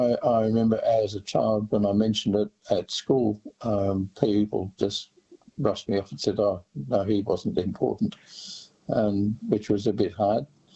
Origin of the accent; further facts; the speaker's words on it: Sydney, New South Wales, Australia; We grew up in on the North Shore in West Pymble